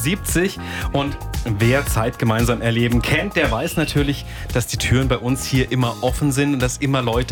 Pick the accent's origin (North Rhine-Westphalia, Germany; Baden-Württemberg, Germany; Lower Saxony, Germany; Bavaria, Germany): Baden-Württemberg, Germany; Hügelsheim; Besuch bekommen aus einem Ort, den ich lange, lange kenne und gut kenne und da quasi mit aufgewachsen bin, aus Hügelsheim.